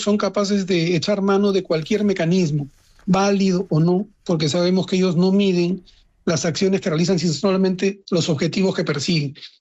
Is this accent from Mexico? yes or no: no; Peru; Nosotros en el Perú